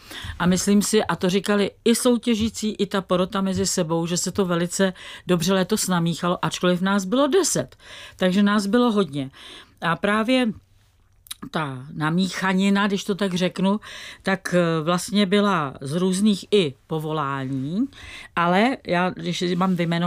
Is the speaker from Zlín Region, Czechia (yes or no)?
no; Prague, Czechia; já jsem jako Pražák